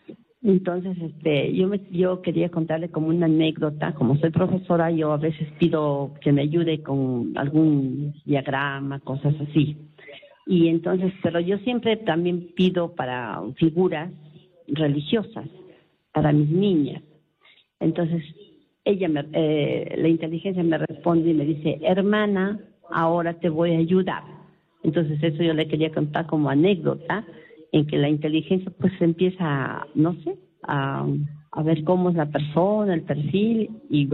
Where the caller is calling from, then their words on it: Trujillo, La Libertad, Peru; De Trujillo.